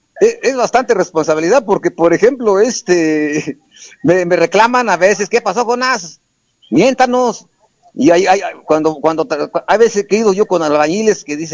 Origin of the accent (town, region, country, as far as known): Mexico